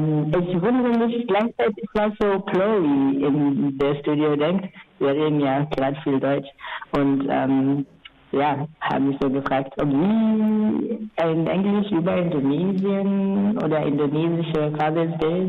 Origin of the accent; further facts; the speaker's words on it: Kenya; German is a second language; Ich komme aus Kenia